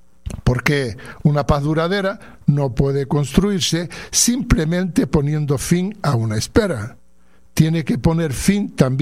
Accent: Western Sahara; Es mi lectura como saharaui y como militante del Frente Polisario.

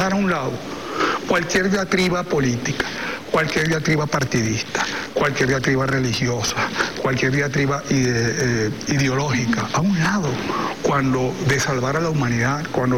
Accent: Caracas, Capital District, Venezuela; Como venezolano, el hecho que yo esté aquí hablando, yo no voy a nacer otra vez. Yo apuesto que muchos de ustedes, gran parte de los caraqueños, volvimos

